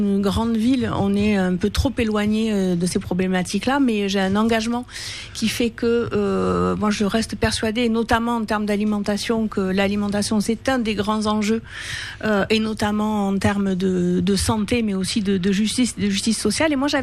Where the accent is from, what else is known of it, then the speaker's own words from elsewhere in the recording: Toulouse, Occitanie, France; je suis une citadine, c'est-à-dire que j'ai grandi à Toulouse.